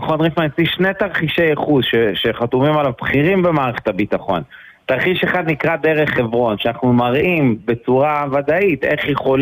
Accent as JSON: {"language": "Hebrew", "region": "Southern District", "country": "Israel", "tie": "born or raised there", "said": "לגמרי, אני תושב הנגב, אני גדלתי בנגב"}